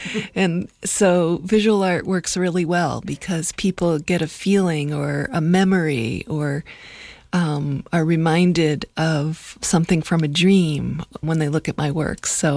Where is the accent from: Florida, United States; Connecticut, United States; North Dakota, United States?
Connecticut, United States; Tolland; moved away as an adult; now in New Mexico, United States; Where I grew up was in Connecticut, in a small town called Tolland, near the University of Connecticut, near Storrs. And I came to New Mexico for graduate school in 1989